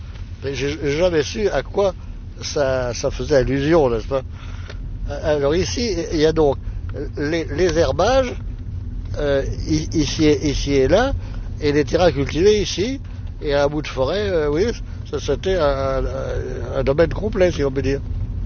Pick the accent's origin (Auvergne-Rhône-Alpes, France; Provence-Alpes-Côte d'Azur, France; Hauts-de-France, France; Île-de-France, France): Île-de-France, France; Paris; born there; Mais non, je vous dis, je suis né à Paris, rue Cardinal-Lemoine, mais il n'y a pas encore de plaque sur la maison.